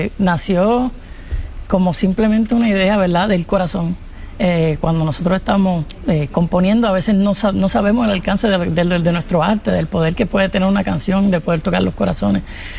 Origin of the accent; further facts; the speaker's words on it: Puerto Rico; nos dio ese segundo aire de esperanza como puertorriqueños